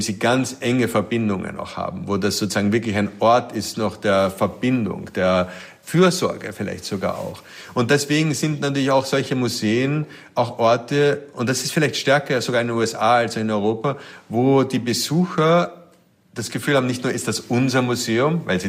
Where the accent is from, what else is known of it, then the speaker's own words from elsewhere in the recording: Vienna, Austria; now in New York, United States; ich bin in Wien aufgewachsen.